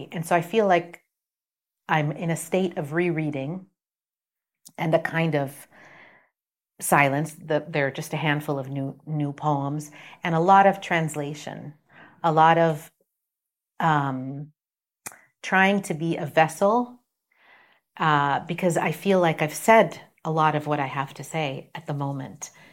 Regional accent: Palestine; being Palestinian is the honor of my life.

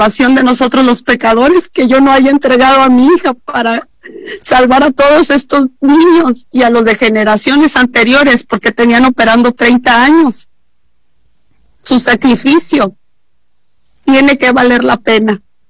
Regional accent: Ciudad Mante, Tamaulipas, Mexico; yo no soy de Madero, yo soy de Mante

